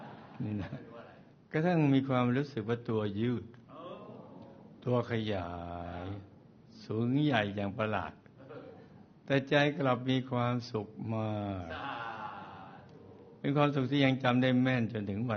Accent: Surin, Thailand; ผมมาจากต่างจังหวัดเป็นลูกชาวนาแท้ๆพ่อแม่พี่น้องอยู่จังหวัดสุรินทร์ถิ่นช้างใหญ่

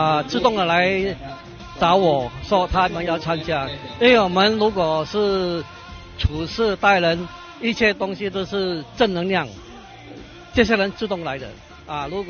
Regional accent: Singapore; 我是从新加坡来的。

